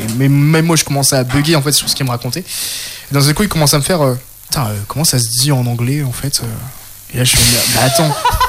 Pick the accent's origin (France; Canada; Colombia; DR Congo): France; Enfin, c'est bon, je suis français, si t'as besoin de.